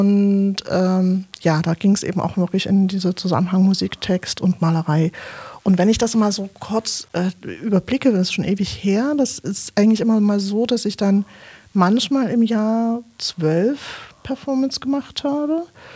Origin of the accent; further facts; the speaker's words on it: Leipzig, Saxony, Germany; Ich bin Leipzigerin. Ich bin hier in der Nähe aufgewachsen, wo Radio Blausch ist. Ich habe einen extremen Lokalpatriotismus, pipapo. Jedenfalls bin ich in Leipzig groß geworden.